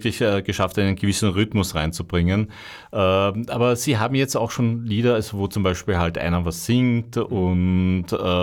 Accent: Vienna, Austria; Genau, im 19., wo ich aufgewachsen bin

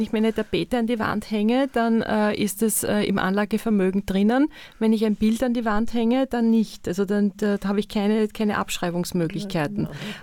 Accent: Tyrol, Austria; auch da, wo ich herkomme, ursprünglich eben auch die Swarovski-Kristallwelten haben auch einen künstlerischen Aspekt

